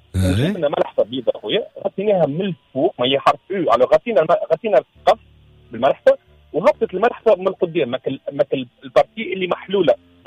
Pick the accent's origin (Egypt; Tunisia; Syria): Tunisia; moved away; وأنا صغير وزيت نعيش في تونس.